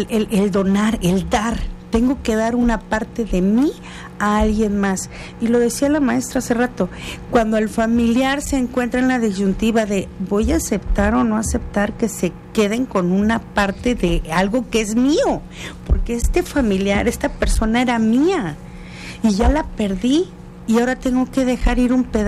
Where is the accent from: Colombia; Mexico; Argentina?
Mexico